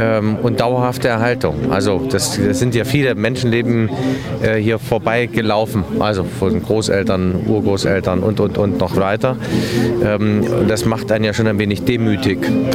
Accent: Thuringia, Germany; Na, ich bin ja Thüringer

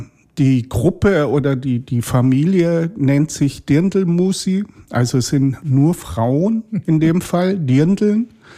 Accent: Bavaria, Germany; eigentlich traditionelle bayerische Volksmusik ist, vor allen Dingen aus der Region, aus dem Chiemgau, wo ich herkomme.

